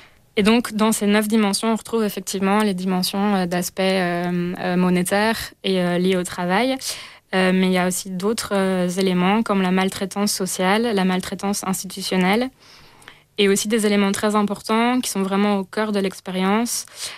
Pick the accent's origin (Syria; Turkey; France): France; moved away as an adult; now in Belgium; je suis française et je suis volontaire permanente à ATD Quart-Monde. Je suis en Belgique depuis 4 ans